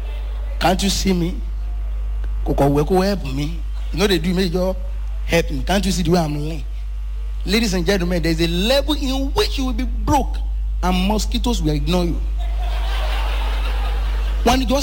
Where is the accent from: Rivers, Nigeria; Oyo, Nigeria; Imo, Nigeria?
Oyo, Nigeria; Ibadan; Ladies and gentlemen, I go like Ibadan. I base. I grew up in Ibadan. A very tough place to live.